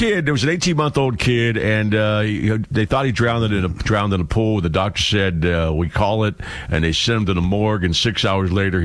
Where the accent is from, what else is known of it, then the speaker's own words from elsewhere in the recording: United States; as an American point of view